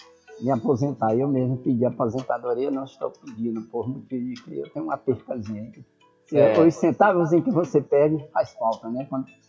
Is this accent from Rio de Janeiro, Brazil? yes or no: no; Codó, Maranhão, Brazil; also born or lived in Timbiras; Nasci em Codó.